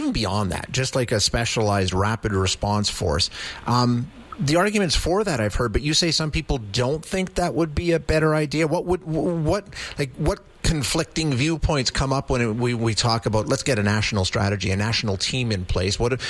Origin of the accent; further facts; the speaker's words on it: Alberta, Canada; I grew up in Alberta.